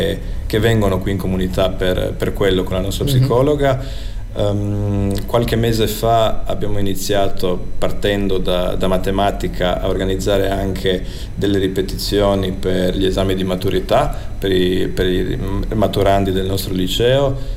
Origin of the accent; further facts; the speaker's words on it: Rijeka, Primorje-Gorski Kotar County, Croatia; accent: Fiuman dialect; Il nostro dialetto, il nostro fiumano, che qui è un mix molto particolare di di lingua italiana e di lingua croata.